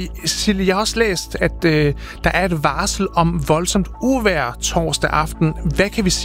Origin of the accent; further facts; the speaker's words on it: Jutland, Denmark; vi er jyder og ikke sjællændere.